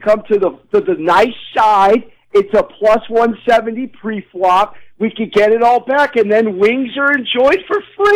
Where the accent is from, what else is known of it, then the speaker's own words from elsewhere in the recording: San Diego, California, United States; Listen, man, I'm from San Diego.